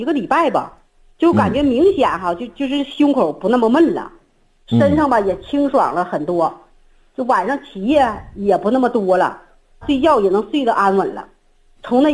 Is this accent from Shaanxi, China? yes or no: no; Heilongjiang, China; accent: northern; moved away as an adult; now in Guangzhou, China; 我老家是东北的。